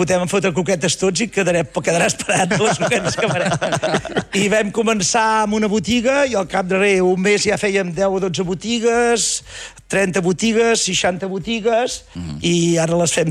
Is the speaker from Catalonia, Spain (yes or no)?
yes; Barcelona, Catalonia, Spain; Jo sóc de Barcelona i allà està passant un fenomen